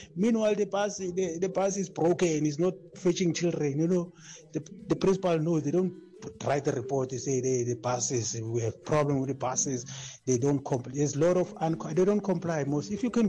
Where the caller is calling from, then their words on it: Soshanguve, Gauteng, South Africa; I'm from Soshangu.